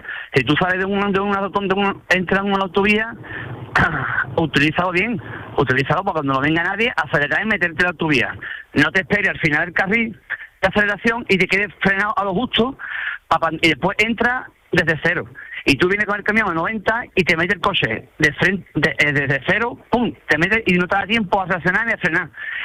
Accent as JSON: {"language": "Spanish", "town": "Jerez de la Frontera", "region": "Andalusia", "country": "Spain", "said": "Yo soy de Jerez, claro. Yo trabajo en Jerez."}